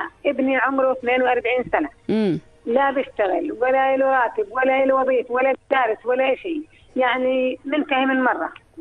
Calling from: Balila, Jerash Governorate, Jordan; انا بحكي معك من شركه من بليله

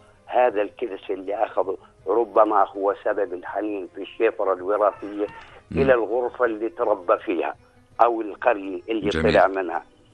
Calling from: Jordan; يبقى حنيننا إلى الأوطان زي ما تفضل الأستاذ معتصم وقال، يعني الوطن الكبير الأردن

